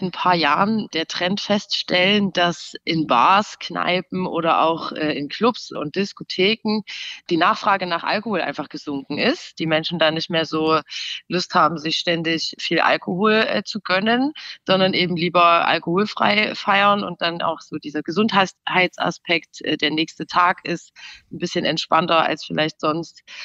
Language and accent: German; Saxony, Germany; Also ich komme aus dem Erzgebirge, da sagt man Glück auf.